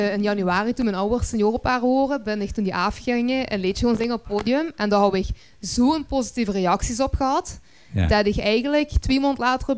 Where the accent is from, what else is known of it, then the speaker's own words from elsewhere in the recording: Flanders, Belgium; Ik kom officieel van Biersel. Geboren en getogen.